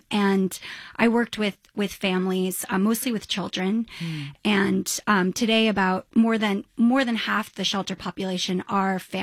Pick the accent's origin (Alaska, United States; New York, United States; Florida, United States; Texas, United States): New York, United States; New York City; I mean, I was born in 1988 in St. Vincent's Hospital, which is no longer a hospital.